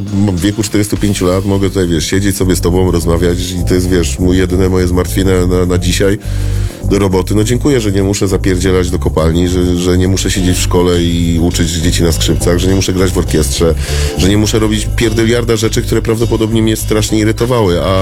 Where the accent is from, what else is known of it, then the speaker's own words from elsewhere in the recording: Łódź, Łódź Voivodeship, Poland; moved away; wychowałem się na Aleksandrowskiej w Łodzi.